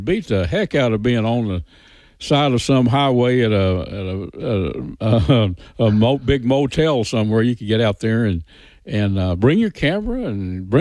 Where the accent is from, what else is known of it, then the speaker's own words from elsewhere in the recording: Texas, United States; And, of course, I was raised up in Northeast Texas